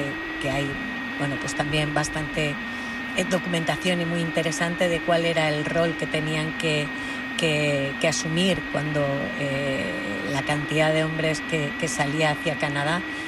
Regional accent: Cáceres, Extremadura, Spain; Yo soy de Cáceres y aquí estoy, y ha sido un movimiento enorme también, ¿no?

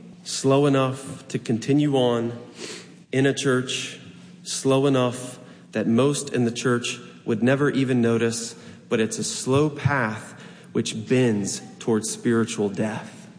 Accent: United States; we in America, and as American Christians

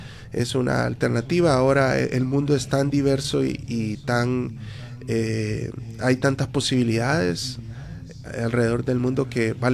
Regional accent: Honduras; Entonces tú tienes que hacer doble esfuerzo como hondureño

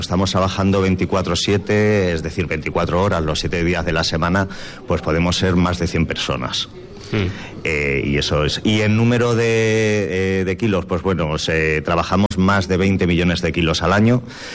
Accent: Castilla-La Mancha, Spain; now in Huelva, Spain; Porque yo de origen soy, por ejemplo, manchego, y en mi tierra sí hay sequía

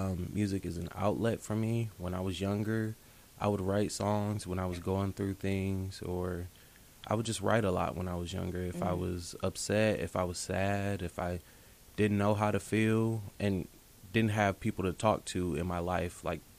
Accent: Muskegon, Michigan, United States; now in Kalamazoo, United States; I'm from Muskegon, Michigan. I've lived in Kalamazoo for about 6 years now.

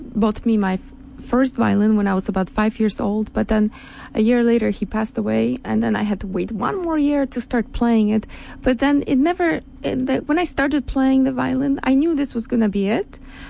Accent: Wrocław, Lower Silesian Voivodeship, Poland; moved away as an adult; also born or lived in Hamburg, Germany / Rostock, Germany; now in New York City, United States; I grew up in Poland, Wrocław, Poland. And then when I was a high school student, I was also commuting to Germany to study there in a pre-college

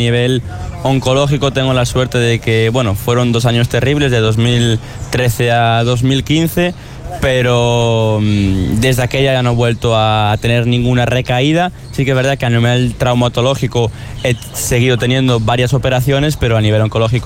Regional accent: Galicia, Spain; Gallego, sí

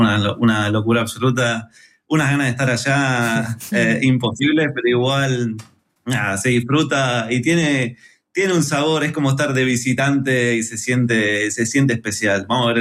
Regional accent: Argentina; now in Málaga, Spain; como argentinos vivimos el fútbol

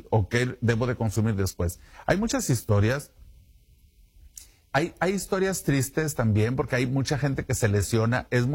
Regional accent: Mexico; Somos mexicanos, ¿sí? Somos de otra cultura, otra alimentación, otra genética, ¿sí? También, y otra altura también, otro clima también.

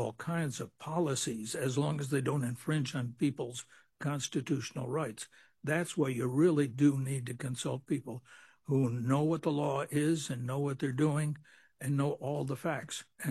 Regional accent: Juneau, Alaska, United States; I'm from North Douglas.

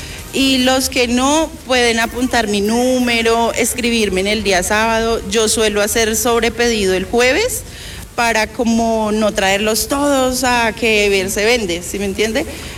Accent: Tolima, Colombia; now in Pereira, Colombia; No, soy del Tolima, pero llevo 2 años y medio acá en Pereira, feliz, enamorada de esta ciudad.

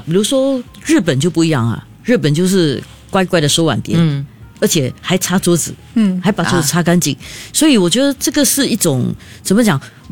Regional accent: Singapore; 人家常常笑我们新加坡人很奇怪

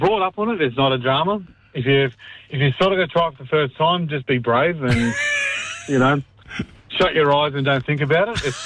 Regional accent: Scotland, United Kingdom; now in Canberra, Australia; I'm Scottish

